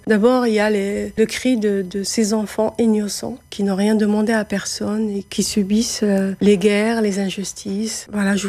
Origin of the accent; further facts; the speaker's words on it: Algiers, Algiers Province, Algeria; moved away; J'ai grandi à Alger, je ne parle pas bien le Kabyle, mais j'adore cette culture, ça m'a nourrie.